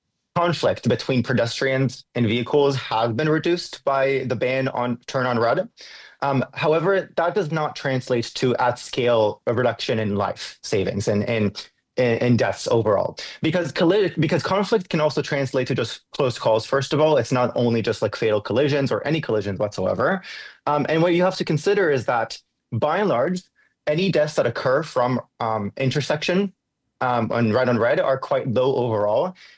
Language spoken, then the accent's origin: English; Israel; now in Washington, D.C., United States; I'm originally from Israel, but these days I reside in Washington, D.C., where I attend Georgetown University to study political theory and democracy.